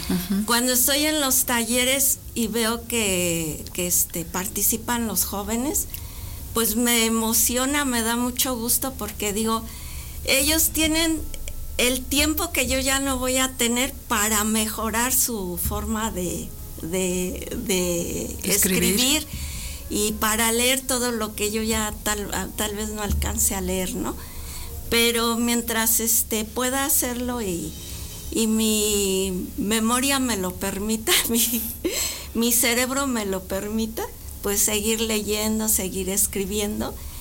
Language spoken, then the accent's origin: Spanish; Mexico City, Mexico; moved away as an adult; also born or lived in Durango / Sombrerete, Zacatecas; now in Aguascalientes, Mexico; mi familia es de Sombrerete, Zacatecas, un pueblo mágico muy bonito. Y chiquita me llevaron a la Ciudad de México y sí, pues toda mi vida se desarrolló allá hasta el 2002 que nos venimos a vivir a Aguascalientes, de lo cual fue una excelente decisión. Hemos vivido muy a gusto aquí en Aguascalientes.